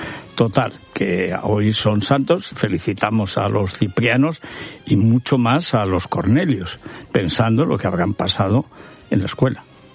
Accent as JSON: {"language": "Spanish", "country": "Spain", "said": "como español y como madridista"}